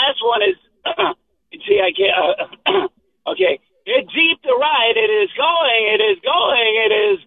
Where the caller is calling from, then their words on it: Manhattan, New York, United States; I'm driving, and now I'm in Manhattan. When I called, I was coming from Atlantic City. I'm still in my car.